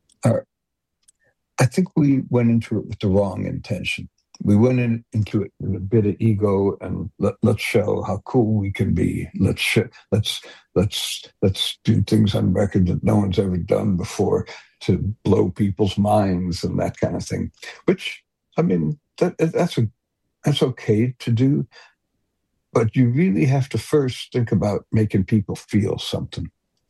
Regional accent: Detroit, Michigan, United States; there was a jazz DJ in Detroit when I was in high school

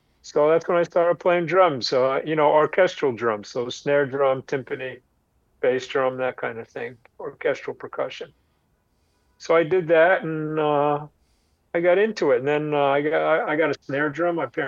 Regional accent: New York, United States; born or raised there

